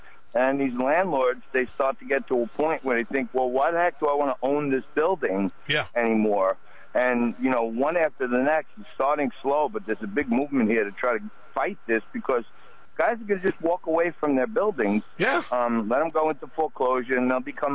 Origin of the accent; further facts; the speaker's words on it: Staten Island, New York, United States; also born or lived in Manhattan; I'm a New York City boy through and through. I was born in Manhattan. I'm raised in Staten Island.